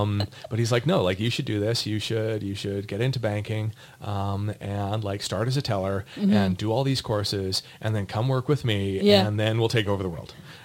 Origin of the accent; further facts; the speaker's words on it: Kamloops, British Columbia, Canada; moved away as an adult; my hometown